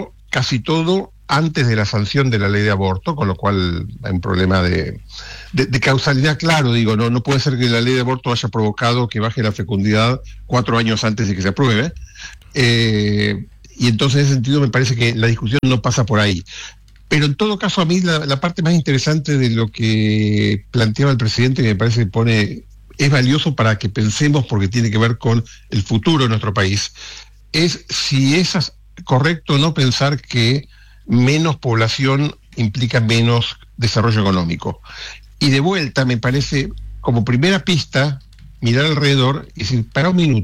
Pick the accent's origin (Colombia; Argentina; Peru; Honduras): Argentina